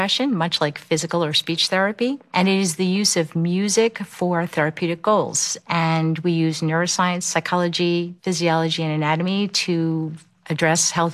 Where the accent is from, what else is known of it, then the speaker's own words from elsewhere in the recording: New Jersey, United States; now in Boston, United States; I grew up on the Jersey Shore. I now live on the South Shore of Boston, and I'm a music therapist with my own practice.